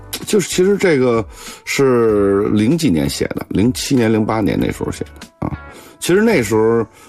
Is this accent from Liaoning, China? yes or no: no; Beijing, China; 我从小在那个石景山有一叫五里屯的，那时候平房比较多，然后有很多这个清末明初的建筑，那时候在九中嘛，